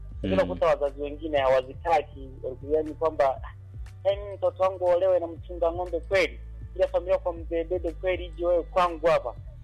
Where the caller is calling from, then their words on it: Mara, Tanzania; Hata mimi mwenyewe nimekuwa maeneo ya kijijini kule kwetu Bushindwa Mara.